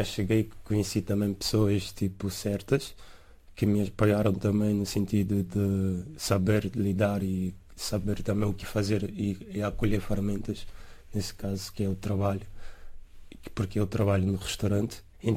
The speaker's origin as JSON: {"language": "Portuguese", "country": "São Tomé & Príncipe", "moved": "as an adult", "lives_now": "Portugal", "said": "eu sou de São Tomé e Príncipe, estou em Portugal a viver há 3 anos."}